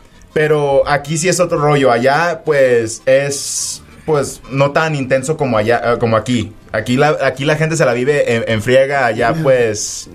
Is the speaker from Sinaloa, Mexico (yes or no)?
yes; Mazatlán, Sinaloa, Mexico; now in Mexico City, Mexico